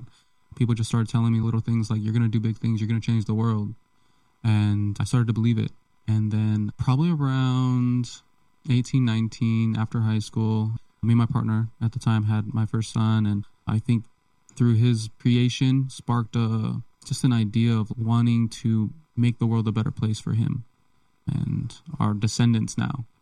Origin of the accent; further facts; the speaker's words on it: Modesto, California, United States; Born and raised in Modesto. Born downtown. I was one of the last kids to be born downtown.